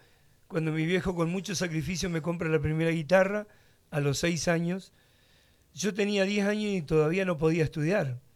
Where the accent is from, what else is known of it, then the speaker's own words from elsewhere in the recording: Reconquista, Santa Fe, Argentina; En el barrio noreste de Reconquista, el popular barrio noreste, ahí eché pata en tierra, rodeado de músicos, en una infancia muy linda